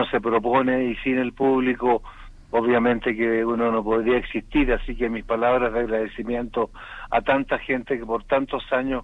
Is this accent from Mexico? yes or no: no; Chile; cosa que aquí en Chile no pasa.